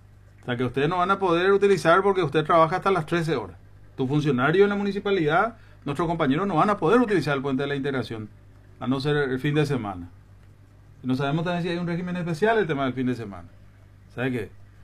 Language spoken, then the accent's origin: Spanish; Presidente Franco, Alto Paraná, Paraguay; usted, yo y muchos franqueños amamos demasiado nuestra ciudad